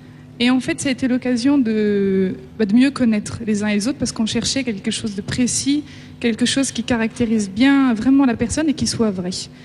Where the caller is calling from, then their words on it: Paris, Île-de-France, France; j'ai 27 ans et je viens de Paris.